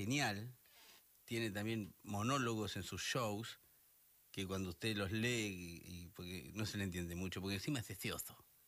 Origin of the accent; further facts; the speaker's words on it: Buenos Aires, Argentina; born there; Yo he nacido en el hospital... Yo soy porteño